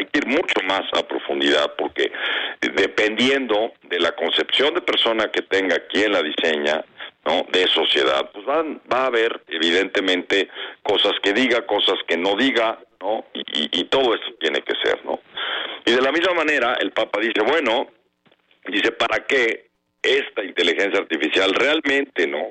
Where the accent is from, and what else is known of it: Mexico